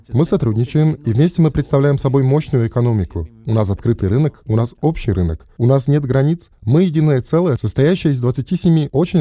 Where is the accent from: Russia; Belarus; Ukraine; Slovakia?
Slovakia